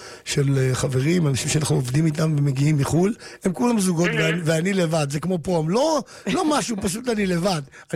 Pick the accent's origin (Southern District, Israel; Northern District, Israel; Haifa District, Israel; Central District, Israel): Central District, Israel; Ramla; אצלנו ברמלה היו מביאים פיתה עם פלאפל.